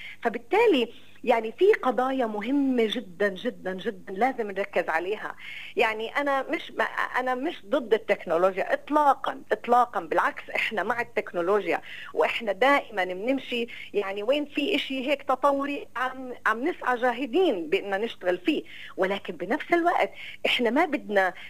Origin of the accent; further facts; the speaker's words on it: Palestine; وضعنا كفلسطينيين